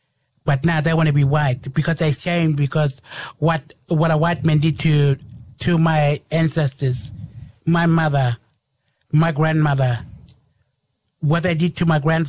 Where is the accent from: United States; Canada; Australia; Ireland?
Australia; We are Australian. We're the First Nation, darling.